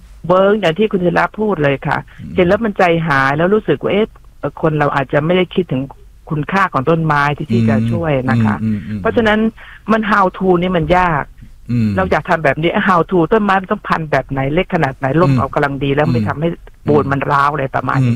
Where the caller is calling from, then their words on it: Nonthaburi, Thailand; ดิฉันเนี่ยเป็นคนนนทบุรีนะคะ